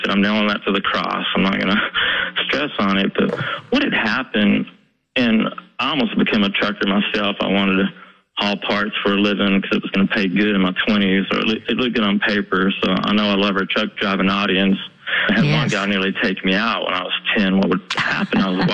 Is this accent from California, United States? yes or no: no; Weatherford, Oklahoma, United States; I know people in Oklahoma City and my hometown of Weatherford and a lot of places that are going through loneliness too.